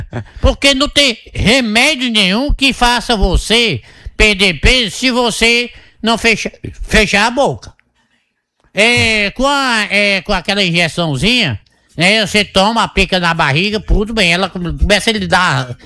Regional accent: Northeast Brazil, Brazil; Eu sou do mato e com orgulho. Sou nordestino orgulhoso.

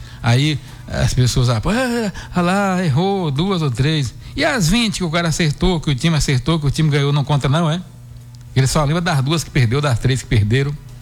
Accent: Bahia, Brazil; Se a gente é baiano, rapaz, se a gente mora aqui na Bahia, nós moramos na Bahia

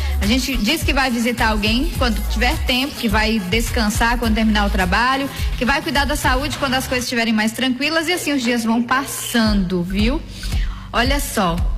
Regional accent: Caculé, Bahia, Brazil; pro pessoal de Caculé, minha terra querida.

